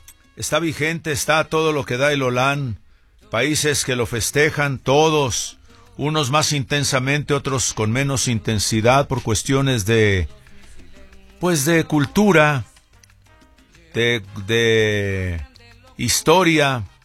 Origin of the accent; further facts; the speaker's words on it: Mexico; nosotros somos embajadores de México ante todos los visitantes